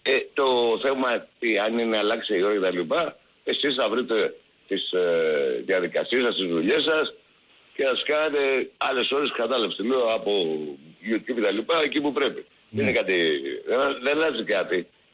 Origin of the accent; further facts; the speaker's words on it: Aigio, Western Greece, Greece; Με θυμάσαι ποιος είμαι εγώ από το Αίγιο, έτσι?